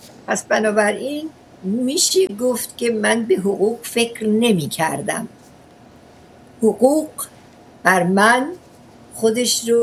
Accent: Ahvaz, Khuzestan, Iran; در اهواز دنیا اومدم، دیپلمم هم در اهواز گرفتم. در اهواز اون زمان شهر عقب افتاده بود ولی بعدن خب تغییرات بزرگی کرد.

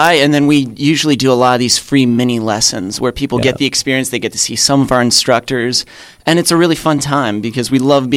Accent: Pittsburgh, Pennsylvania, United States; I did grow up in the South Hills. I grew up in the South Hills.

